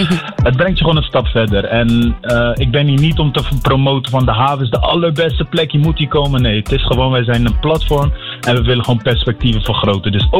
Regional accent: Rotterdam, South Holland, Netherlands; En ik ben zelf opgegroeid in Delfshaven.

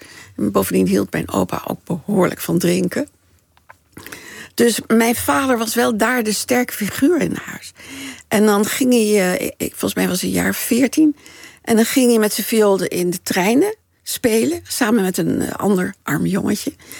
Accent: Haarlem, North Holland, Netherlands; born there; Ja, via Utrecht, maar ik ben in Haarlem geboren.

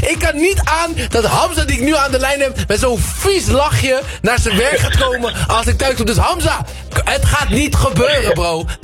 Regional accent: The Hague, South Holland, Netherlands; ik kom uit Den Haag.

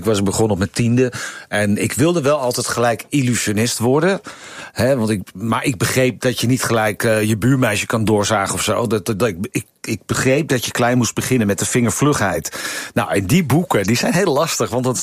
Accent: Purmerend, North Holland, Netherlands; Ik ben geboren in Purmerend.

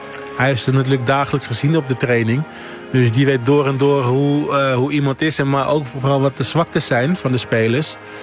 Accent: Netherlands; Ik denk dat wij als Nederlanders zijn dat liever hebben.

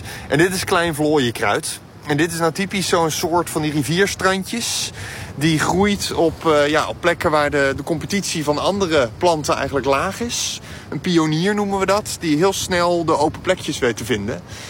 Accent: Netherlands; Nederland vergeten we daar snel bij natuurlijk als Nederlanders.

